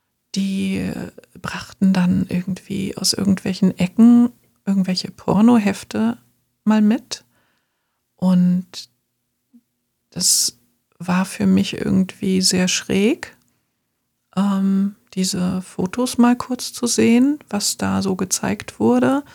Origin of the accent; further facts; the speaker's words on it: Thuringia, Germany; also ich bin in Thüringen aufgewachsen, in so einem klitzekleinen Dorf auf einem Bauernhof.